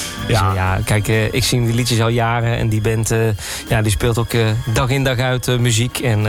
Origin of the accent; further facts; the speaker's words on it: North Brabant, Netherlands; Ja, nee, zeker bij ons in Brabant.